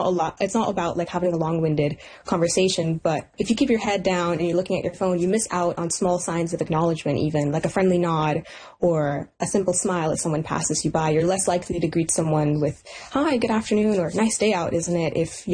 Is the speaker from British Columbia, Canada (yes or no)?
yes; Richmond, British Columbia, Canada; growing up in Richmond City Center, Richmond is an immigrant city. Richmond City Center is an immigrant neighborhood.